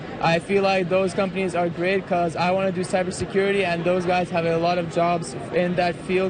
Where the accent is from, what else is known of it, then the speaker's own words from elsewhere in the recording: Russia; now in Canada; I'm from Russia, but right now I'm studying in Canada.